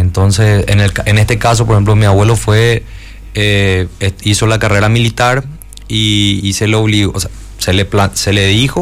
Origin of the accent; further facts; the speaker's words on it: Luque, Central, Paraguay; Y la coincidencia es que todos somos de Luque, ¿verdad? O sea, toda la rama de mi familia, el árbol genealógico prácticamente es de Luque.